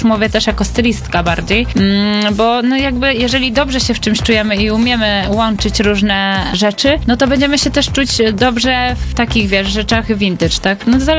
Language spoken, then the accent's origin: Polish; Olsztyn, Warmian-Masurian Voivodeship, Poland; also born or lived in Warsaw; u nas w Olsztynie